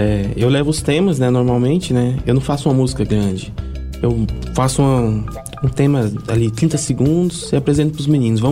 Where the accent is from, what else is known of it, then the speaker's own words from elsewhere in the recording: Brazil; Pô, eu sou do interior, né? Eu sou da cidade de Séries.